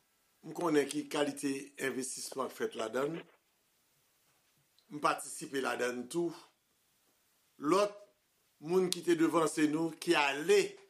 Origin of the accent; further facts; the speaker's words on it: Haiti; Tout le monde connaît, en tant qu'haïtien, ça drapeau, ça a voulu dire.